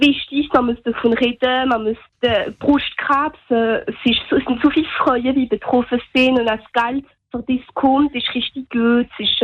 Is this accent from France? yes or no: yes; Strasbourg, Grand Est, France; ich bin 14 Jahre alt und ich komme aus Straßburg.